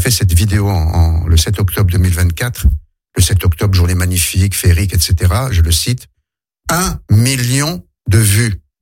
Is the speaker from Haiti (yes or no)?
no; Algeria; now in France; mon enfance en Algérie